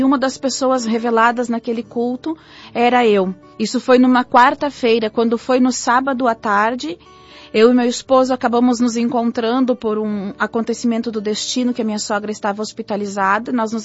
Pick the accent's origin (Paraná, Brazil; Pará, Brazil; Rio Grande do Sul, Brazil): Rio Grande do Sul, Brazil; Gravataí; eu sou da cidade de Gravataí, no Rio Grande do Sul